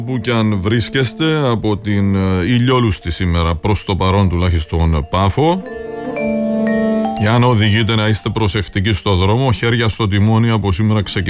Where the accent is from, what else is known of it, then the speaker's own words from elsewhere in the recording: Agios Epiktitos, Kyrenia District, Cyprus; moved away; είναι και του Αγίου Επιχτήτου που είναι το χωριό μου.